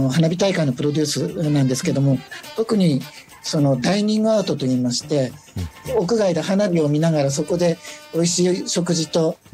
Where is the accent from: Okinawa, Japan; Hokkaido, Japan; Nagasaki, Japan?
Hokkaido, Japan; Muroran; now in Tokyo, Japan; 長く東京におりますので、やはり自分の感覚のベースは室蘭で育ったものだと年々強く感じている今日この頃です。